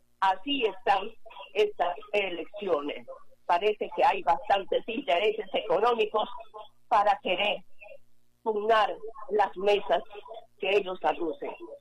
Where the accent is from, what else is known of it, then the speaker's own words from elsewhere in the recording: Aguaytía, Ucayali, Peru; es un pueblo tranquilo, Aguaitía, mi pueblo, el pueblo de mis abuelos